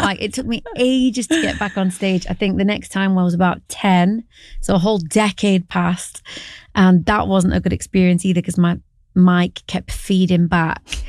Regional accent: Barnsley, Yorkshire and the Humber, United Kingdom; born there

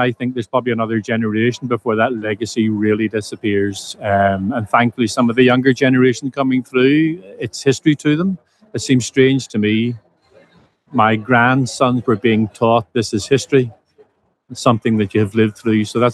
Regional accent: Northern Ireland, United Kingdom

